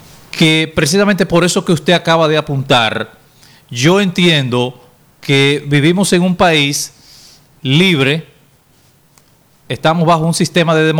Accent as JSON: {"language": "Spanish", "country": "Dominican Republic", "said": "yo soy un dominicano que pago mis impuestos, yo soy un dominicano libre, yo soy un dominicano que no he tenido ningún tipo de problema"}